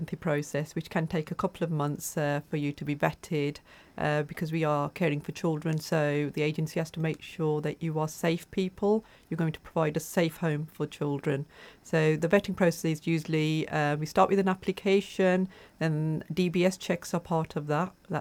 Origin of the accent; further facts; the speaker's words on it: West Bromwich, West Midlands, United Kingdom; So growing up, I grew up in the Black Country in West Bromwich.